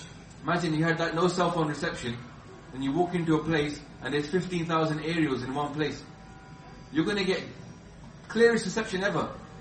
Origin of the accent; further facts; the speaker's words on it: Southall, London, United Kingdom; As I was brought up, I'll talk about myself, 21 years growing up in Southo, brought to Gurdwara, matha tek